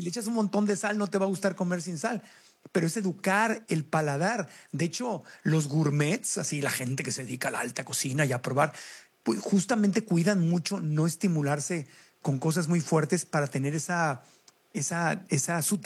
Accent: Tijuana, Baja California, Mexico; also born or lived in Mexico City; yo recuerdo cuando estaba chiquito, crecí en Tijuana, y parte en Tijuana y parte en Ciudad de México.

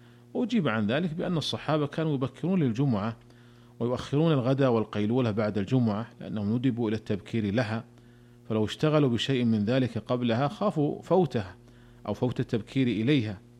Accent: Saudi Arabia; وبكل حال عندنا في المملكة العربية السعودية وزارة الشؤون الإسلامية والدعوة والإرشاد

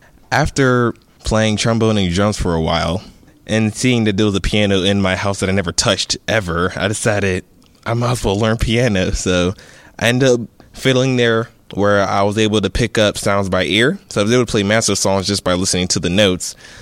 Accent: Pittsburgh, Pennsylvania, United States; born there; So I was born here in Pittsburgh, March 3rd, 1998.

